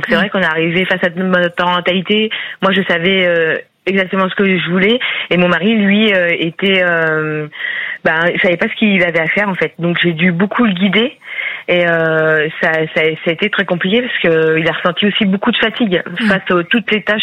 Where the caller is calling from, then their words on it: Tours, Centre-Val de Loire, France; De Tours.